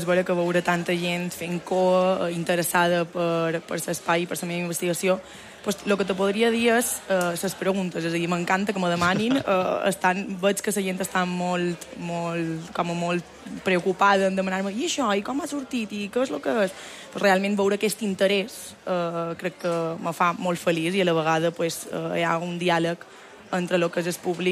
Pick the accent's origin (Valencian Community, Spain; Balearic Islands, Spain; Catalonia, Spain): Balearic Islands, Spain; Palma; jo soc de Palma, pues, la meva primera opció era sortir de fora i veure que te pots quedar a casa teva, que pots disfrutar de l'illa